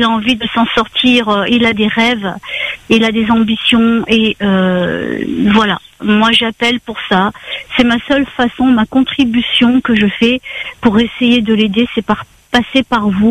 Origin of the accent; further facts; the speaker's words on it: Réunion; on est tous des Réunionnais à La Réunion